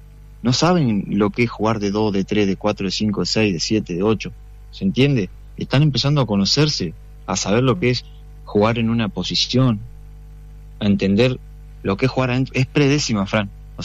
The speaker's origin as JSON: {"language": "Spanish", "town": "Roca", "region": "Río Negro", "country": "Argentina", "said": "más allá de que yo soy de Roca y dirijo en Chichinabe"}